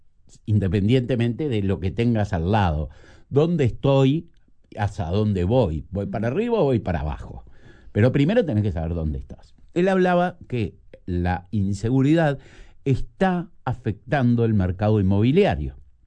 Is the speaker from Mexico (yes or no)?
no; Uruguay; cualquier uruguayo